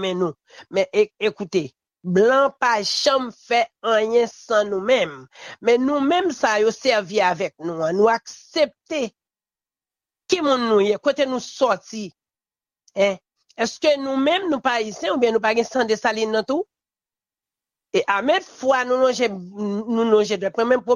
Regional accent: Haiti; Parce que moi-même, moi, senti me frustré. En tant que haïtien, pour moi, c'est haïtien.

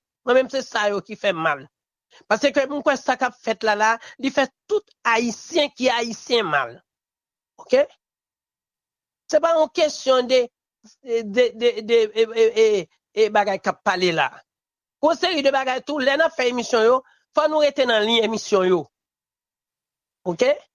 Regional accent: Haiti

